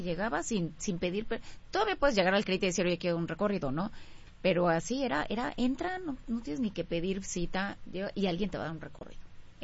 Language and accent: Spanish; Mexico; soy mexicana.